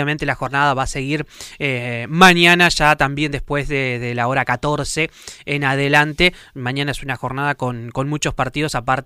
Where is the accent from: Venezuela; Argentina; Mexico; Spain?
Argentina